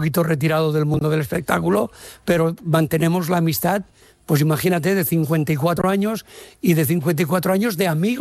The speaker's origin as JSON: {"language": "Spanish", "town": "Jumilla", "region": "Region of Murcia", "country": "Spain", "tie": "born there", "said": "Yo soy de Jumilla, decir algo."}